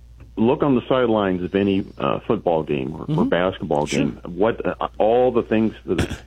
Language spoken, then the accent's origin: English; United States; And also the hydration break. We Americans are